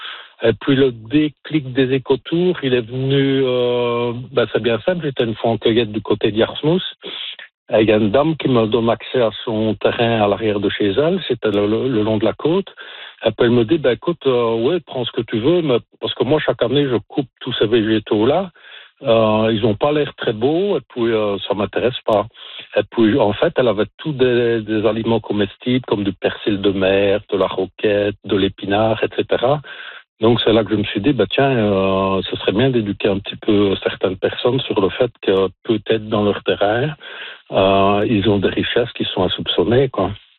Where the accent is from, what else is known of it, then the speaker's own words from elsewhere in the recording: Belgium; moved away as an adult; Oh ben, depuis que nous sommes venus de Belgique, là, il y a 18 ans.